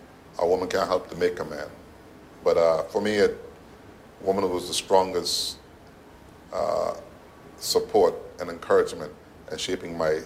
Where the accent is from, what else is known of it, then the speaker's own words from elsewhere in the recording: Bottle Creek, North Caicos, Turks & Caicos Islands; I grew up in North Caicos, spent most of my time in Bald Creek with my parents, attended primary school, and then was the North Caicos High School.